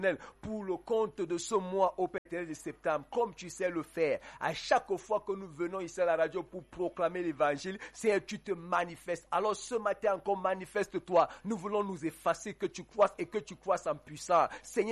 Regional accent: Cameroon; en tant que Camerounais vivant dans ce pays.

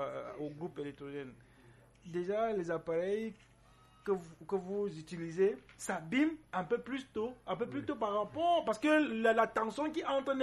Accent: Cameroon; d'abord parce que nous sommes Camerounais, on a tellement envie de voir les choses se faire.

